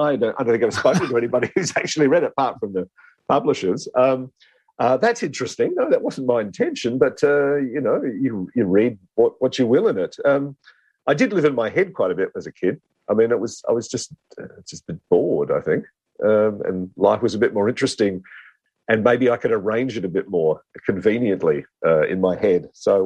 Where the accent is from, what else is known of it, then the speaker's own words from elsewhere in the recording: South Australia, Australia; moved away as an adult; now in Melbourne, Australia; I didn't leave South Australia for Melbourne until I was 30, so I am happily going to claim that I'm South Australian.